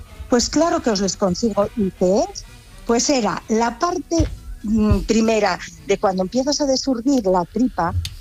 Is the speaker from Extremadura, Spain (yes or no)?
no; Pola de Siero, Asturias, Spain; Pues verás, yo trabajé en el Ayuntamiento de Siero, soy de Pola de Siero, en Asturias.